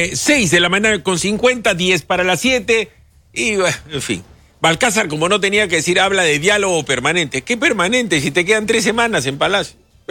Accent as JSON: {"language": "Spanish", "country": "Peru"}